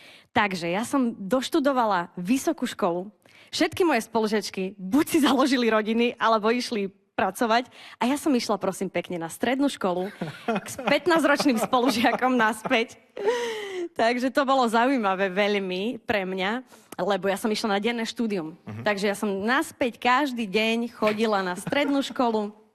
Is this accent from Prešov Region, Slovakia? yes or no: yes; Bardejov, Prešov Region, Slovakia; lebo ja originál pochádzam z Bardejova.